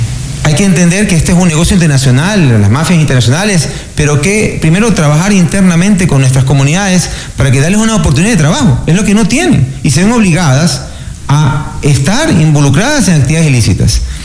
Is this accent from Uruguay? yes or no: no; Ecuador; also born or lived in United States; en mi tierra acá se vende.